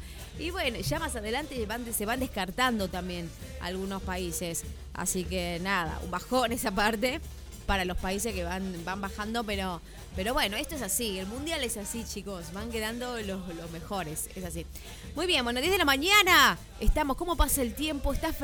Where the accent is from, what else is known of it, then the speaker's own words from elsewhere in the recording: Argentina; tenemos como argentino a nuestro Messi